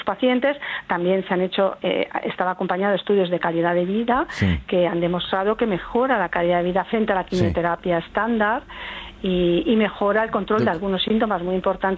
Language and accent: Spanish; Spain; yo soy de España, Vivo en Madrid